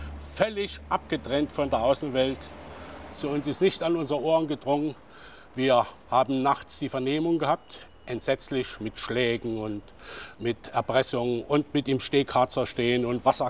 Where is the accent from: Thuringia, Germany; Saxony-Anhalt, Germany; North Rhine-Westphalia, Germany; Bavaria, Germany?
Thuringia, Germany; Saalfeld; ich komme aus Saalfeld in Thüringen